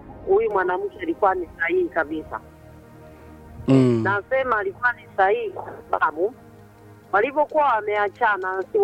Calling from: Mafinga, Iringa, Tanzania

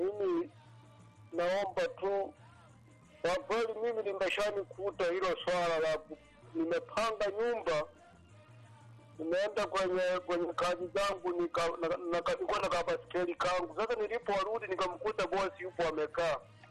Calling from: Bunda, Mara, Tanzania; Huko huko nakoishi huko Bunda.

